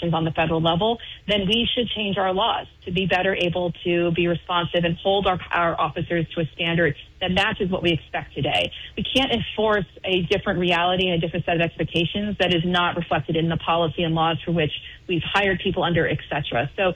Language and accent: English; Barrie, Ontario, Canada; born or raised there